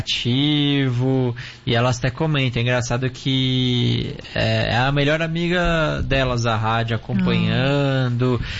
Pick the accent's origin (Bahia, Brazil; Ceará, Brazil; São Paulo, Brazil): São Paulo, Brazil; São Bernardo do Campo; born there; also born or lived in São Caetano do Sul; now in Santo André, Brazil; Eu também nasci em São Bernardo.